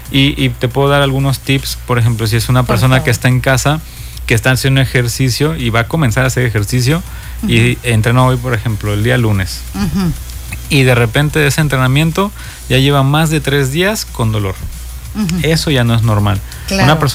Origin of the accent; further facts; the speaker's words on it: Mérida, Yucatán, Mexico; yo soy de la ciudad de Mérida, soy yucateco.